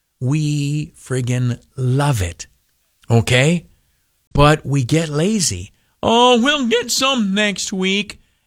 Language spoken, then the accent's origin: English; United States; I'm an American. I'm a veteran of the Army.